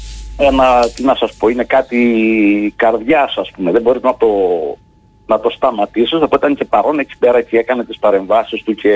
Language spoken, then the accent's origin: Greek; Greece; όλοι μας ως Έλληνες έχουμε καθήκον να υποστηρίξουμε την νησιωτικότητα και να την αναδείξουμε. Εμείς ειδικά που είμαστε νησιώτες